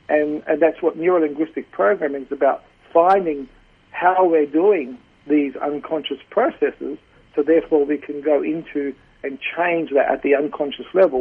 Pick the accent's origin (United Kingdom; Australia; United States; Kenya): Australia; Adelaide, South Australia; I've born and bred in Adelaide. My parents were from southern Italy, so they were migrants. And so I was born in adopted into an Italian family.